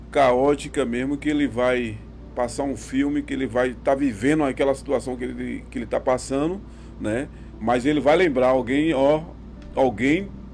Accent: Bahia, Brazil; lá na região de Itabu, na minha terra

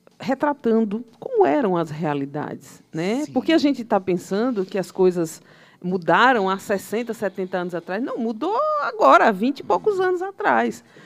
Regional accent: Juazeiro, Bahia, Brazil; moved away; eu sou de Juazeiro, entendeu? Juazeiro é sertão.

